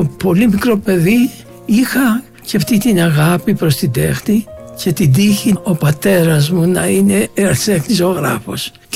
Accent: Athens, Attica, Greece; moved away as an adult; Γεννήθηκα στην Αθήνα. Είμαι Βέρος Αθηναίος. Αλλά ουσιαστικά πήρε μορφή η ζωή μου εκτός Ελλάδας. Στα 30 χρόνια εκτός Ελλάδας

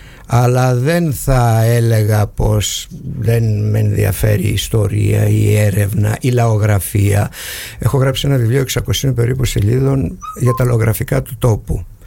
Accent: Agrinio, Western Greece, Greece; τον τόπο μου εδώ, το Αγρίνιο, το Αγγελόκαστρο, γενικότερα τη Δυτική Ελλάδα.

